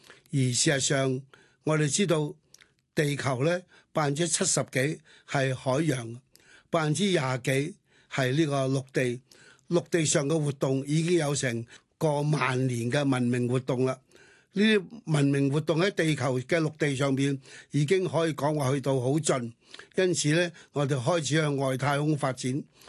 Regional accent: Hong Kong; 我们香港是一个联通世界的一个大的港口，它有优美的港口去联通到全世界，它有近代这百几两百年的历史和全世界的接轨

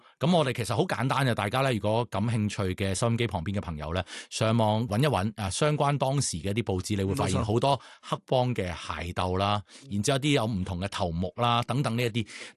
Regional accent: Hong Kong; 我哋香港人

